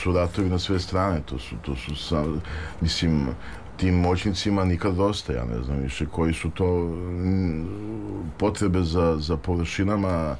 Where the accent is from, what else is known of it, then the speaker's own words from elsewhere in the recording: Serbia; born there; mi smo rođeni u Srbiji